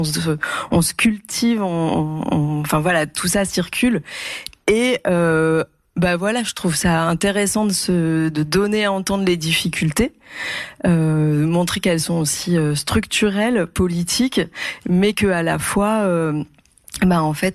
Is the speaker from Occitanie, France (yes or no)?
yes; Occitanie, France; chez nous, dans le Tarn et l'Aveyron